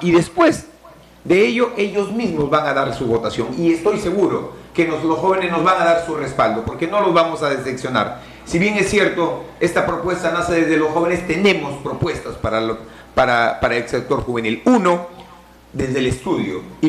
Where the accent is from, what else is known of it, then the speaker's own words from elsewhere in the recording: Piura, Peru; born there; also born or lived in Tambo Grande, Piura; parte de mi niñez la pasé aquí en Tambo Grande. Si bien es cierto, yo nací en el asentamiento humano Pachité en Piura, barrio al costado del mercado de Piura, ¿no? Pero parte de mi niñez, casi dos, tres años, la pasé aquí en Tambo Grande, exactamente en el Valle de los Incas